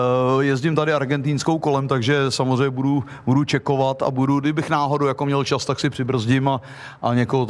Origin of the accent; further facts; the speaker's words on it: Plzeň, Plzeň Region, Czechia; Já jsem i jako amatérský hokejista, takže i když jsme byli z Plzně